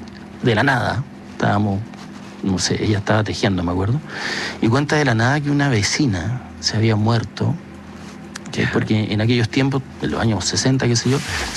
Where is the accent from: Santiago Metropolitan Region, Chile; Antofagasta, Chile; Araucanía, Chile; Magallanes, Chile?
Magallanes, Chile; porque yo soy magallánico.